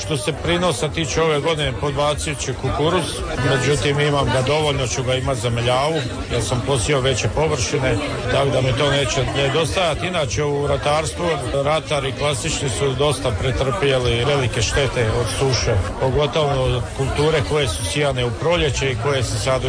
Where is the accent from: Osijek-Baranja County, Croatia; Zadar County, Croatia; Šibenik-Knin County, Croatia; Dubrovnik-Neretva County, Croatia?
Osijek-Baranja County, Croatia; Koritna; OPG, dolazim iz Slavonije, od Đakova, selo Koritna.